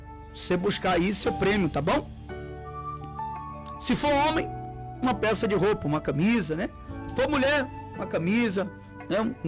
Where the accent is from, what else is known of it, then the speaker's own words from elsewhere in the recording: Eunápolis, Bahia, Brazil; Sou de Eunápolis, né?